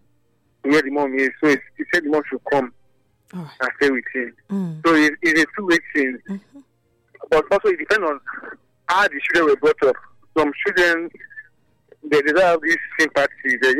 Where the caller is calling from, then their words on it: Nigeria; I'm calling from GRA.